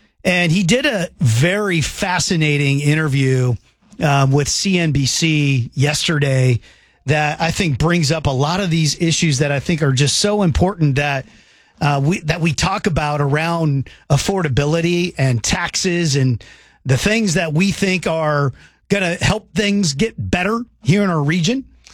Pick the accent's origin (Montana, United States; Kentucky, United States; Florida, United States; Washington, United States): Washington, United States; Edmonds; I grew up in Edmonds, and those of you who know Edmonds are like, oh man, Edmonds, that's a little hoity toity. But I was not an Edmonds Bowl person. I was a closer to Highway 99 Edmonds